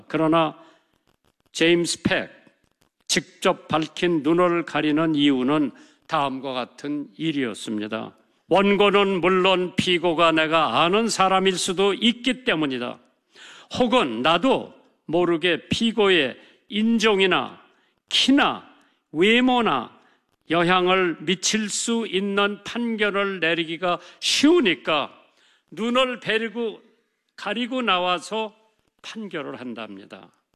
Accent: South Korea; 우리 한국 사람들은

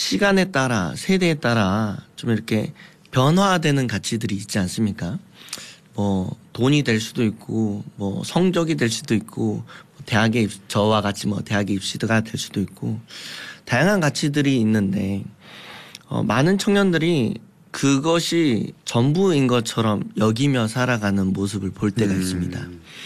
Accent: Gwangju, South Korea; 제가 이제 광주 사람입니다. 그래서 이제 광주 다시 와서 공익을 이렇게 하는데

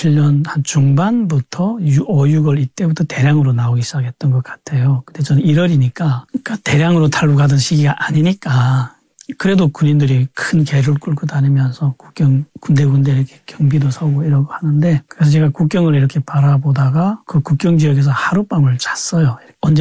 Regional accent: Chongjin, North Hamgyong, North Korea; moved away as an adult; 제가 집이 청진이거든요.

